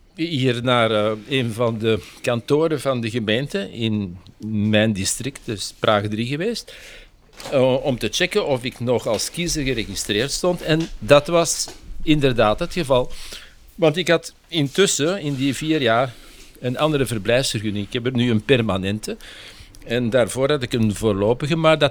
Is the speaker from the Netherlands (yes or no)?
no; Belgium; now in Czech Republic